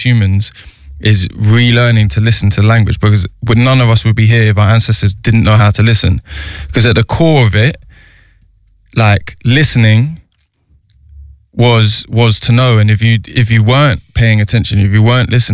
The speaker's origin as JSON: {"language": "English", "region": "London", "country": "United Kingdom", "tie": "born or raised there", "said": "And yet we growing up in London when we're in these cities in the West as diaspora"}